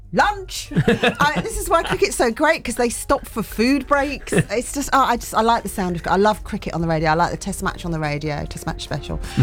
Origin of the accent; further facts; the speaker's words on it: England, United Kingdom; because we are quintessentially English.